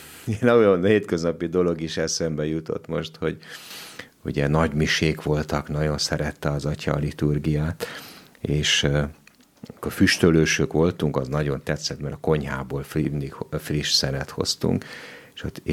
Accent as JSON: {"language": "Hungarian", "town": "Kaplony", "region": "Satu Mare County", "country": "Romania", "tie": "born or raised there", "moved": "yes", "lives_now": "Kőszeg, Hungary", "said": "jó helyen születtem, jó faluba, jó családba születtem. Ez egy Kaplony nevű község, ahol ferences atyák voltak, hála Istennek újra vannak. Egy sváb falu, ahol a régi rendszerbe, hát én 71-ben születtem"}